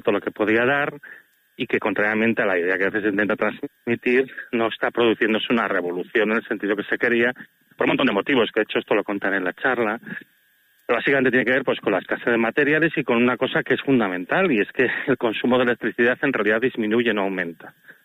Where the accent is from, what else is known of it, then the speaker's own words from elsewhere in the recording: Castile and León, Spain; en mi provincia natal, la provincia de León